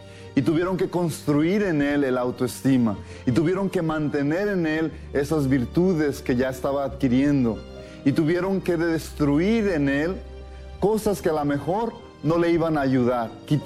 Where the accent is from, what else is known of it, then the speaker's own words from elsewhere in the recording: Mexico; now in United States; Yo soy mexicano y conozco de algunas tradiciones mexicanas, pero no conozco de muchas tradiciones mexicanas porque la República Mexicana es extensa.